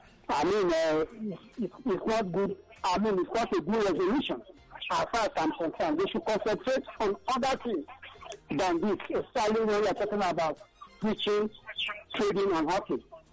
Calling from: Nigeria; I'm calling from Abaraja in the country.

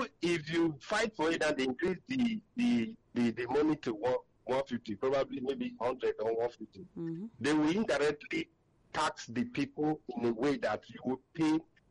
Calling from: Ikeja, Lagos, Nigeria; coming from Ikeja.

